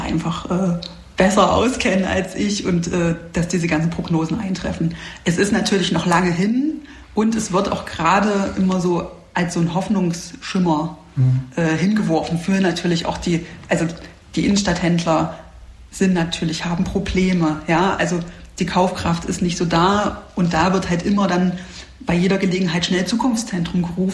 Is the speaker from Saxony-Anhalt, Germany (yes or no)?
yes; Halle, Saxony-Anhalt, Germany; Ich komme leider aus dem Süden von Halle.